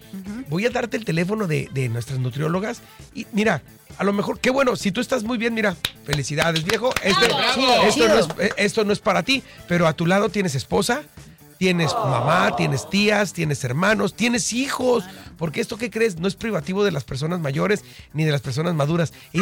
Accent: Mexico

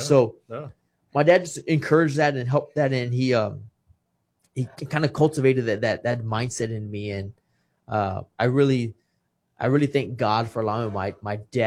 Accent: Kingsville, Texas, United States; born or raised there

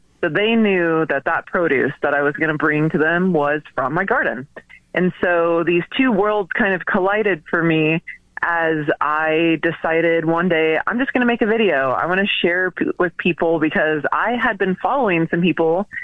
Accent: Texas, United States; I am born and raised in Texas. Now, I have lived all over Texas, and Texas is so big.

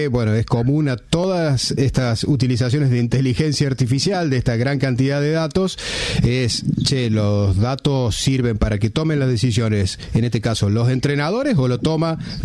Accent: Argentina; es interesante para nosotros como argentinos porque Globant es una empresa nacida aquí

